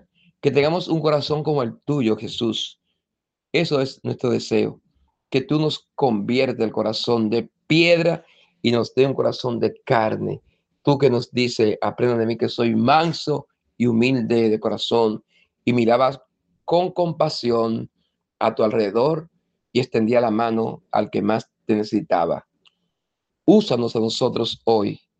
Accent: Dominican Republic; como persona, como familia y como pueblo dominicano

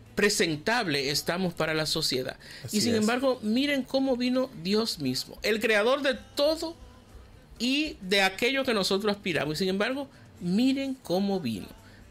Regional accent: Boca Chica, Santo Domingo, Dominican Republic; moved away; allá en Boca Chica, mi pueblo hermoso.

